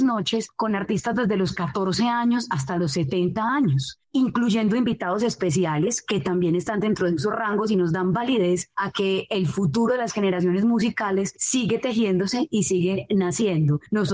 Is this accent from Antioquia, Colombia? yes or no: yes; Antioquia, Colombia; soy antioqueña